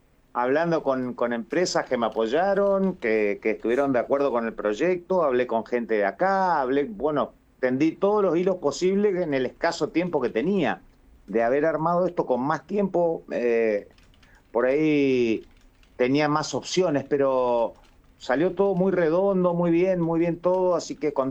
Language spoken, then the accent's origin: Spanish; Argentina; nos preguntan de dónde sos. De Argentina, le digo.